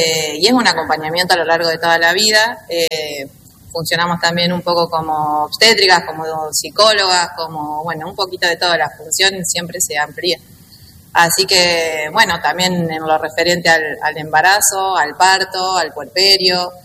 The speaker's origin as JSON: {"language": "Spanish", "town": "Trenque Lauquen", "region": "Buenos Aires Province", "country": "Argentina", "moved": "as an adult", "lives_now": "Bolívar, Argentina"}